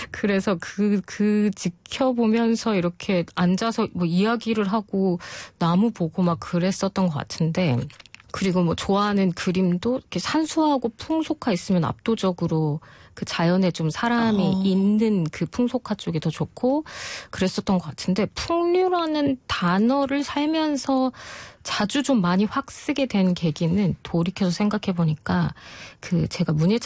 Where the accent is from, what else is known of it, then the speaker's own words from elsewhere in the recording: Seoul, South Korea; born there; 그게 제가 그 고향을 물어보면 되게 말이 좀 길어지는 배경을 가지고 있는데 서울에서 태어났고 지금은 이제 제가 40대가 되면서 서울에서 산 시간이 가장 길